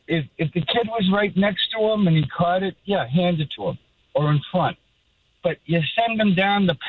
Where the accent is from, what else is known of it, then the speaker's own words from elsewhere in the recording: Massachusetts, United States; now in Bridgewater, United States; I grew up in Massachusetts